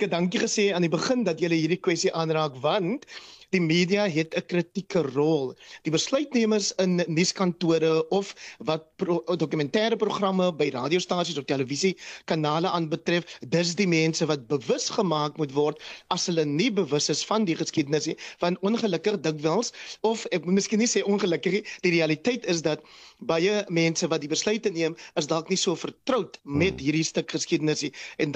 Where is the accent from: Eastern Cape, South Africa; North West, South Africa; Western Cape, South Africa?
Western Cape, South Africa; Caledon; uit plekke soos die waar ek my tans bevind, my tuisdorp Caledon.